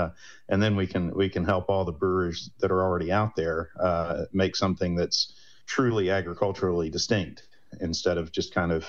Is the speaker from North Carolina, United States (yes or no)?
yes; Salisbury, North Carolina, United States; I'm from Salisbury, which is right in North Carolina's grain belt